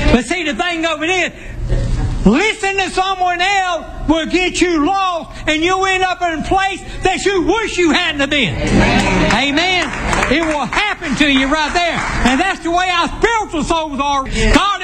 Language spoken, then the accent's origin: English; Georgia, United States; I said, I'm from Georgia.